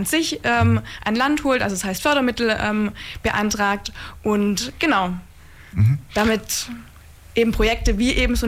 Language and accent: German; Ulm, Baden-Württemberg, Germany; ich bin in der Umgebung aufgewachsen, war in Ulm in der Schule, war zwischenzeitlich dann auch weg. Also, aber ja, ich würde sagen, ich bin Ulmerin.